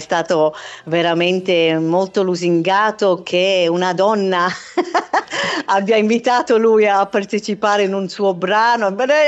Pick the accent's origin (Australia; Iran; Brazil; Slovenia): Australia; Melbourne, Victoria; now in Italy; io sono nata artisticamente in Australia, a Melbourne.